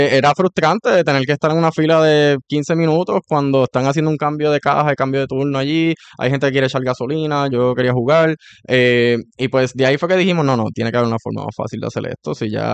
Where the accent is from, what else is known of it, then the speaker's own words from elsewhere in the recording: Toa Alta, Puerto Rico; also born or lived in Mayagüez; primero que nada, soy de Toa Alta y de Mayagüez. Se me hace difícil escoger entre esas dos.